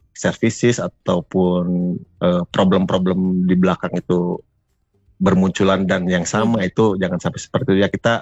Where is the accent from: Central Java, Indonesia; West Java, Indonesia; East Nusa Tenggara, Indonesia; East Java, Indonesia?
West Java, Indonesia; Bandung; Saya sebagai warga Bandung ya menyambut dengan senang hati.